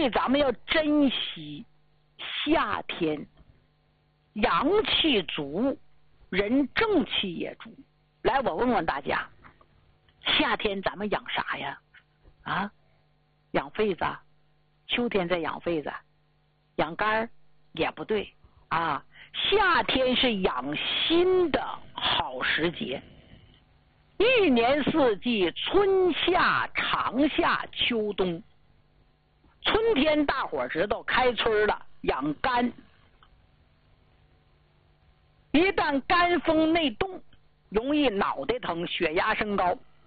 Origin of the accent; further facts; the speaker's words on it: Northeast China, China; 其实对于我们老年人来说是好事儿，对于咱们东北人来说也是好事儿